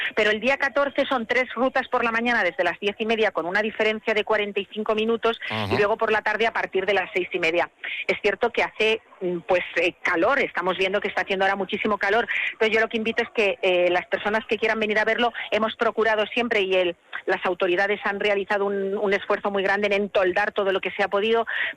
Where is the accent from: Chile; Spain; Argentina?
Spain; Castilla-La Mancha; porque nos hayan recibido en la que es nuestra casa, porque somos castellano-manchegos